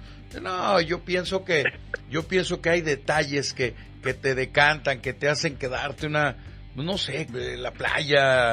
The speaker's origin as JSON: {"language": "Spanish", "country": "Mexico", "said": "somos de México"}